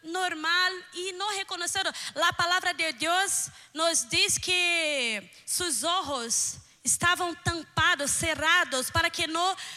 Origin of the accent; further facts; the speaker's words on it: Rio de Janeiro, Brazil; Spanish is a second language; Venimos de Brasil con muchas expectativas